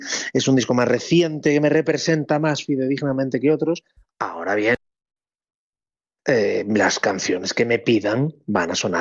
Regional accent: Ferrol, Galicia, Spain; donde suele llover, hace frío, me siento aún más en casa que soy de Ferrol y se come de la hostia

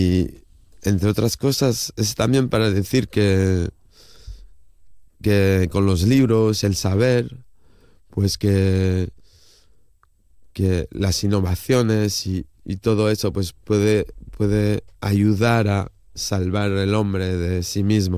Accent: Martinique; Yo nací en Martinica, que es una isla francesa, y bueno, de pequeño, bueno, no sé si tiene que ver, pero en el periódico de allí, de la isla

